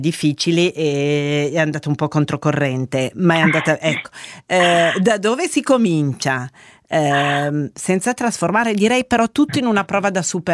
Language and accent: Italian; Turin, Piedmont, Italy; accent: Turin; adesso mi verrà fuori di nuovo anche l'accento torinese, perché Laura Vanossi, quando torno a casa a Torino da mia sorella, mi dice: hai visto la …?